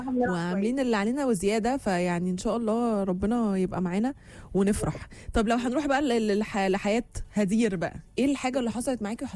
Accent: Egypt; ماشي، بما ان النهاردة يوم مهم جدا لينا كلنا كمصريين

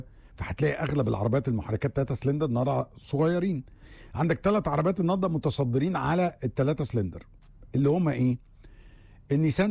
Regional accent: Egypt

